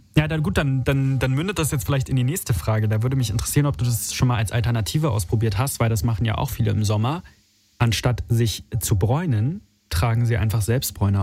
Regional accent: Berlin, Germany; ich komme ja aus Berlin, ich kenne das nur in Berlin.

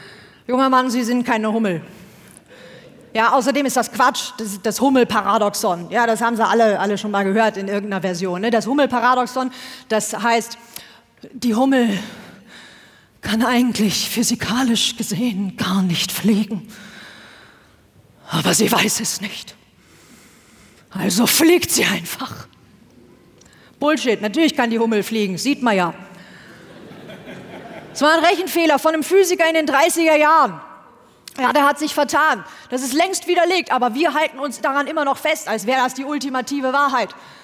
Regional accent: North Rhine-Westphalia, Germany; Ich komme aus Westfalen. Als wir klein waren, hat man uns Kindern immer gesagt

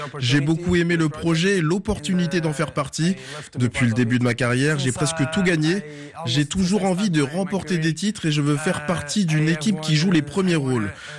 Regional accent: France; Nous, en tant que Français

